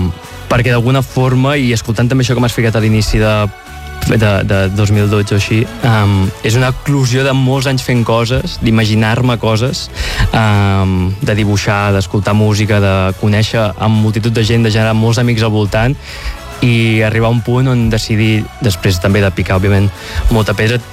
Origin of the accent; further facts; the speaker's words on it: Mataró, Catalonia, Spain; Jo vinc de Mataró.